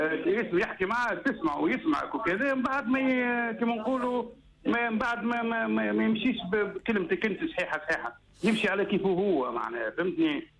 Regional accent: Sousse, Sousse Governorate, Tunisia; يعني تربيت صغير في حومه شعبيه، انا بحسين معناه حومه شعبيه،

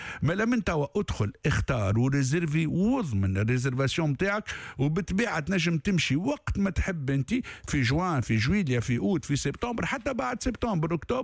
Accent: Tunisia; اللي عندنا في تونس.

